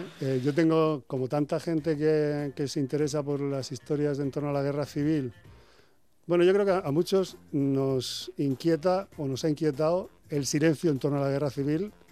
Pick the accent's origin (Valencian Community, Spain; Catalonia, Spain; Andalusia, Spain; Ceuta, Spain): Valencian Community, Spain; Almoradí; Yo soy de un pueblo de Alicante que se llama Almoradí, y este era el campo de Albatera.